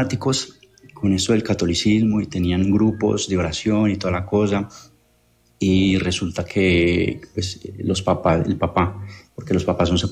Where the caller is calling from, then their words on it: Cartago, Valle del Cauca, Colombia; me comunico desde Valle del Cauca, en una ciudad llamada Cartago.